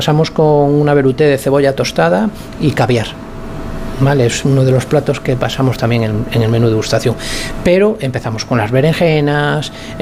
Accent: Mondoñedo, Galicia, Spain

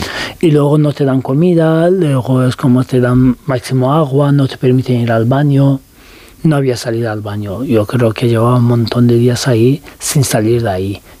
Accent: Turkey; Spanish is a second language; now in Spain; da igual que seas también turco, porque digo, soy turco y podía pasar más fácil que otros muchos

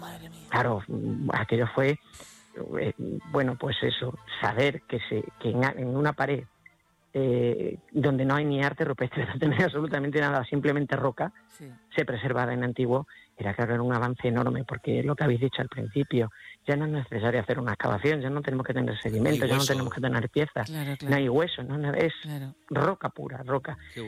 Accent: Extremadura, Spain; que es casi tanto o más calor que el que hace en mi tierra aquí en Extremadura

